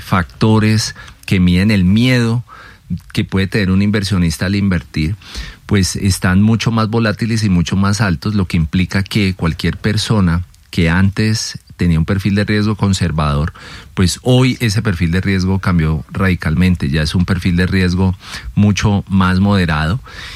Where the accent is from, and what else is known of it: Colombia